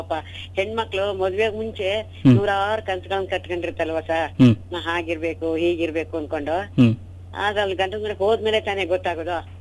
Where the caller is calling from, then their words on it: Sakleshpur, Karnataka, India; ನಾನು ಸಕಲೇಶ್ಪುರಿಂದ